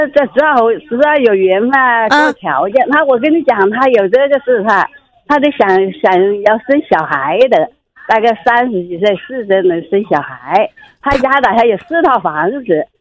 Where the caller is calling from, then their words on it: Wuhan, Hubei, China; 我是武汉的。